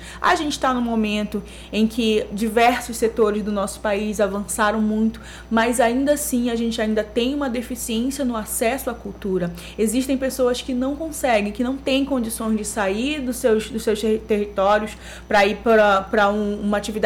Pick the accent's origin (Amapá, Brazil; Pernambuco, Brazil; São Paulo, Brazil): Amapá, Brazil; Macapá; Nós somos da periferia de Macapá, a gente é ali do bairro do Araxá, e a gente tem muito orgulho de dizer que a gente é do bairro do Araxá e que a gente é da periferia.